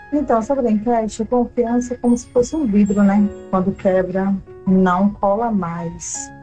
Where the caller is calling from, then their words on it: Brazil; sou do Recanto, mas estou aqui em Rala, aqui no aeroporto